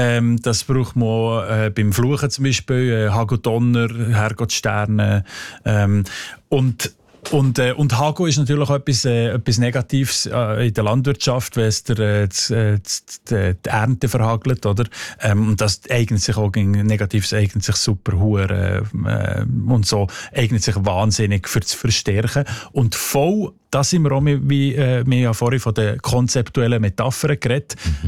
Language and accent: German; Fribourg, Switzerland; accent: Seislerdeutsch; Was für Redewendungen als die Leute im Seislerdeutschen, also in meinem Dialekt, brauchen für betrunken sein